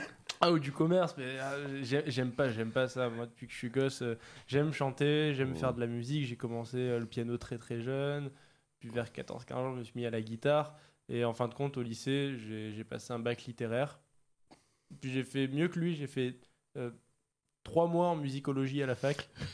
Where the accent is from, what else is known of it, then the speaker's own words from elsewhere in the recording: Montpellier, Occitanie, France; puis après, j'ai fait 2 ans dans une école de musique à Montpellier, de là d'où je viens.